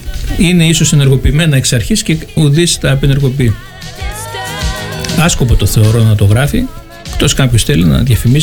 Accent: Aridaia, Central Macedonia, Greece; εγώ επειδή μεγάλωσα στην Αριδαία

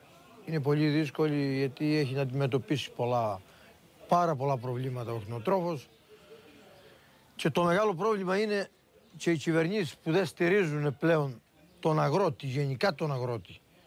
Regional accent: Vrachas, Greece; Το Βραχάς για μένα είναι η μάνα μου, το χωριό μου είναι σαν τη μάνα μου είναι. Γιατί εδώ γεννήθηκα, εδώ μεγάλωσα και μ' αρέσει το χωριό μου, το πονώ το χωριό μου. Η ζωή μου είναι το Βραχάς εμένα, η ζωή μου. Εδώ είναι.

